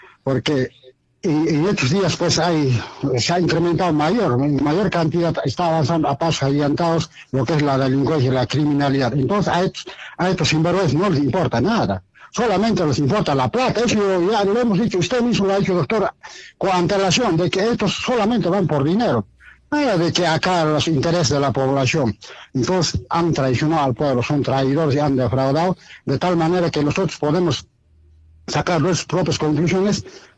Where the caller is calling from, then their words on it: Azángaro, Puno, Peru; Me estoy comunicando acá en la ciudad de Sámano.